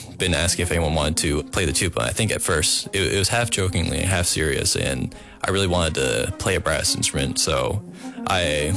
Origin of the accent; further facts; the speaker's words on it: Trenton, Maine, United States; growing up in Maine, it's incredible. It's gorgeous there. There's a huge amount of just natural wildlife. I live right outside of Acadia National Park.